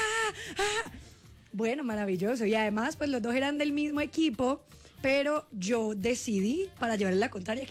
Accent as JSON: {"language": "Spanish", "town": "Cali", "region": "Valle del Cauca", "country": "Colombia", "said": "Bueno, nos vamos para Cali porque yo soy caleña."}